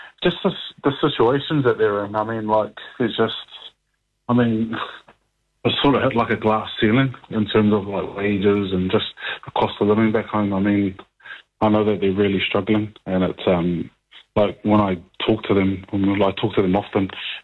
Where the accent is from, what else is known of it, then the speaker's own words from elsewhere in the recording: New Zealand; now in Australia; I think the really good thing about being a Kiwi coming to Australia is that you're pretty much just like, you're pretty much an Australian citizen.